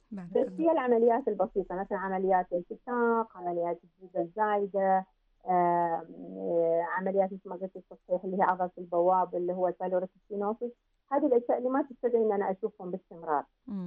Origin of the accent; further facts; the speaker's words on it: Oman; يعني تعرفين إحنا كمجتمع عماني ما زلنا يعني مجتمع ناضج صغير